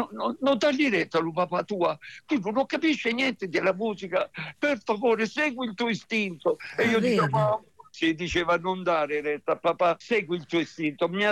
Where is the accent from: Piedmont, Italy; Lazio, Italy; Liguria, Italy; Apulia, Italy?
Apulia, Italy; Lecce; also born or lived in Copertino; Perché considera uno che viene da Lecce, come me